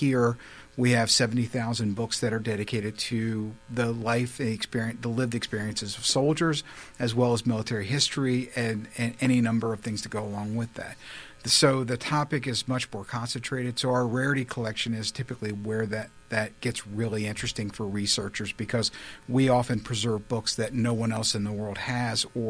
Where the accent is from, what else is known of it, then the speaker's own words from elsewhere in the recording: East Coast, United States; moved away as an adult; also born or lived in Pennsylvania; now in Kenosha, United States; We relocated to Kenosha from Pennsylvania, so I've lived on the East Coast all of my life, and so now I'm a Midwesterner, so I'm adjusting to that.